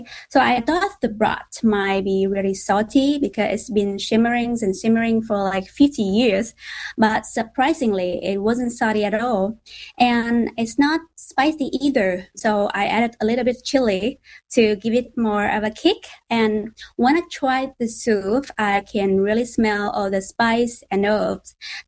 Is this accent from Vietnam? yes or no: yes; Vietnam; About this, I am not really nervous because I'm from Vietnam.